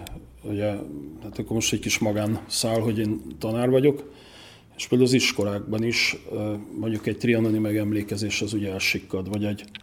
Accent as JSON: {"language": "Hungarian", "country": "Hungary", "said": "mi nem vesszük sok esetben elég komolyan azt, hogy magyarok vagyunk"}